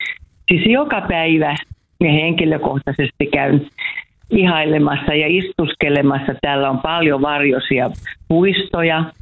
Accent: Kotka, Kymenlaakso, Finland; Ja soittelen täältä kotikaupungistani Kotkasta.

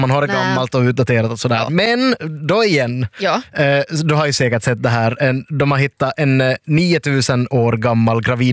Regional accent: Nykarleby, Ostrobothnia, Finland; now in Helsinki, Finland; Jag är ju från Nykabi då.

